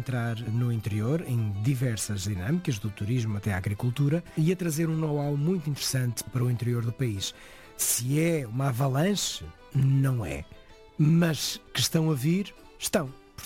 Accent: Esmoriz, Norte, Portugal; Eu não sou transmontano, sou natural de Esmoriz, uma cidade à beira-mar

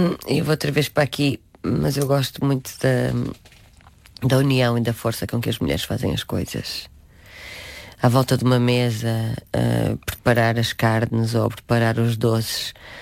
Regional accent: Minho, Portugal; born there; accent: northern (Minho); now in Lisbon, Portugal

